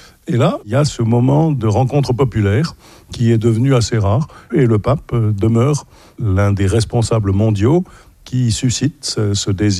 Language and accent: French; Paris, Île-de-France, France; chez nous à Paris